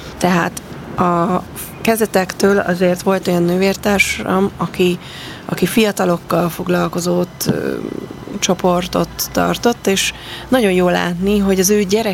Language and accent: Hungarian; Budapest, Hungary; moved away as an adult; now in Arló, Hungary; én itt Budapesten nőttem föl, vagy Budán, és hogy egy nagyon más világba keveredtem, amikor most már több mint 10 éve élek Arlóban